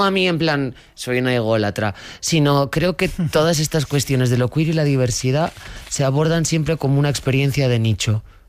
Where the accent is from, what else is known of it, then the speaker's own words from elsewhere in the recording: León, Castile and León, Spain; born there; Nací en León capital. Me cumplí el año en Mallorca.